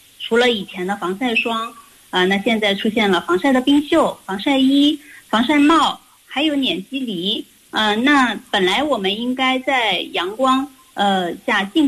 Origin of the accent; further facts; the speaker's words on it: China; 我们中国人呢对白皮肤呢是喜欢了几千年